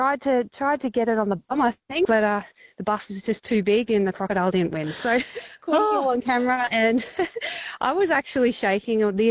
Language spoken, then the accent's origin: English; Victoria, Australia; I grew up in National Park, pretty much next door to a national park down south in Victoria.